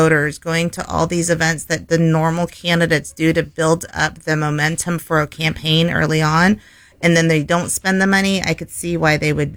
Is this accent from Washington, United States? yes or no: no; San Jose, California, United States; Yeah, San Jose, my hometown, I was really rooting for him just to kind of break out.